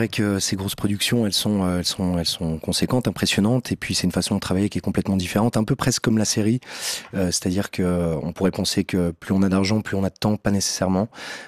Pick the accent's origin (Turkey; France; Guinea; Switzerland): Switzerland; je trouve que c'est très intéressant en tant que Suisse, étant donné que, au contraire des Français, on n'a pas étudié à l'école de long, large, l'histoire de Gaulle